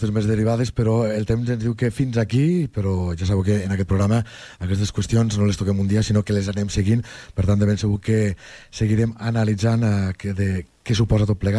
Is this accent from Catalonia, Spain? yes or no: yes; Lleida, Catalonia, Spain; la gent que som de Lleida haurem sentit que si Realp està ple